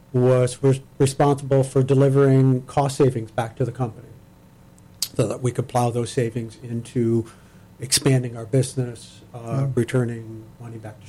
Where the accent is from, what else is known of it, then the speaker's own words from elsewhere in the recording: Michigan, United States; also born or lived in Ohio; But I was raised in Michigan